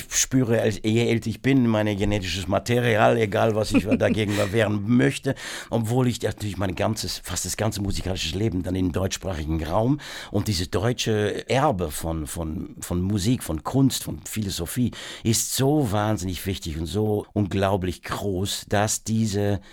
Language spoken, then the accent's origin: German; Worcester, West Midlands, United Kingdom; German is a second language; Keine Ahnung, ich bin natürlich in Worcester aufgewachsen. Das ist jemand, der Elgar war irgendwie, da ist der Geburtsort von ihm.